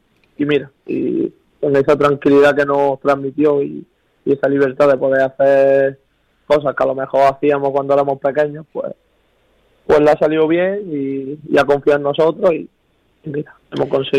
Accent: Albuñol, Andalusia, Spain; moved away; haber tenido mi infancia y mi juventud en Albuñol

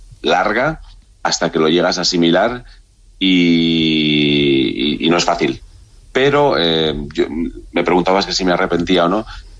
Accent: Montemayor de Pinilla, Castile and León, Spain; Sí, yo soy de Montemayor, sí.

